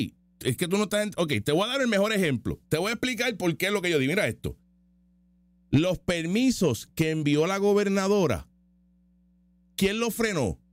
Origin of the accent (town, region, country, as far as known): Puerto Rico